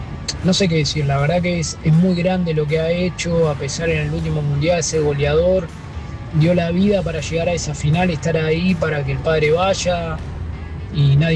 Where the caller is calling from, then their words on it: Ramos Mejía, Buenos Aires Province, Argentina; de Ramos.